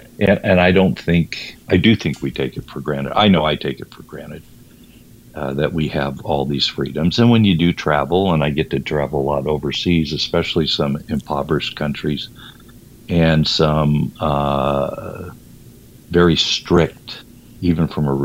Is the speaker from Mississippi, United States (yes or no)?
no; California, United States; Being from born and raised in California, that's the only burger that we really care about.